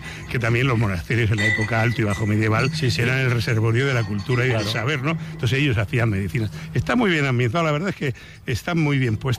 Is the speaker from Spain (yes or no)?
yes; Region of Murcia, Spain